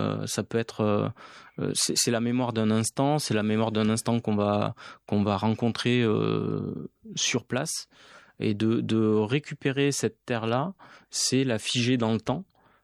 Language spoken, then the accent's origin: French; Auvergne-Rhône-Alpes, France; born there; Alors, pour la petite histoire, moi, je suis né en Auvergne, donc pas très loin des volcans.